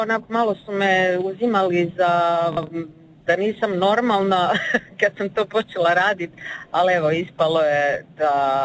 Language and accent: Croatian; Labin, Istria County, Croatia; accent: Labinjon Chakavian; bez obzira na taj naš akcent ili na to nešto drugče. To je jedan od najstarijih dijalekata u Hrvatskoj